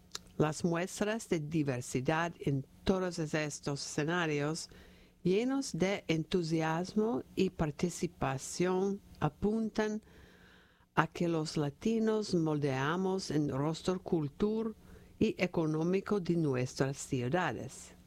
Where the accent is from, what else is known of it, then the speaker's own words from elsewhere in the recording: Peru; now in Massachusetts, United States; Como inmigrante peruano nacionalizado norteamericano, me siento más conectado con el país que me abrió las puertas a la superación